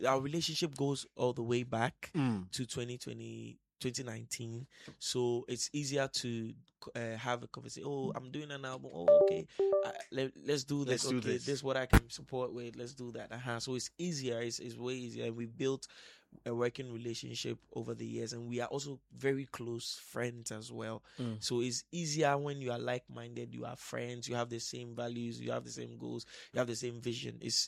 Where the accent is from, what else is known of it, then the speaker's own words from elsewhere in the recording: Accra, Greater Accra, Ghana; So I grew up in Accra, around where the Alpha Hour Church is currently.